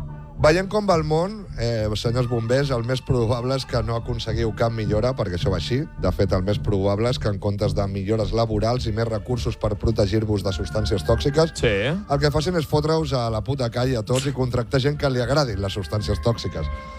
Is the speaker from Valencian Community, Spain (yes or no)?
no; Molins de Rei, Catalonia, Spain; jo sóc de Molins de Rei i no tenim ni molins ni rei